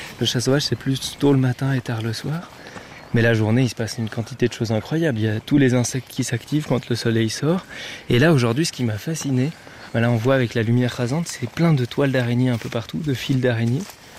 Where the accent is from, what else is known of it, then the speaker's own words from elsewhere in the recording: Vaud, Switzerland; je suis photographe, j'ai 22 ans. Et ici, on est dans une forêt du Jura que j'aime beaucoup, pas très très loin de là où j'ai grandi